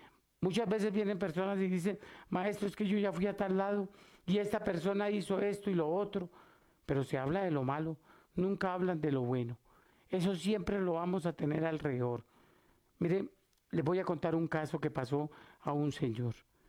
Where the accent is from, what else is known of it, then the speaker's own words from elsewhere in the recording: Catemaco, Veracruz, Mexico; moved away; para toda mi tierra de Catemaco, Veracruz. Saludo especial a mis paisanos que hoy estamos de fiesta.